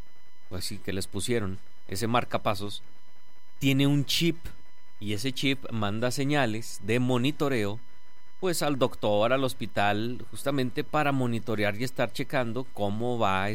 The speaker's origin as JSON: {"language": "Spanish", "country": "Mexico", "said": "Como buenos mexicanos hasta el último."}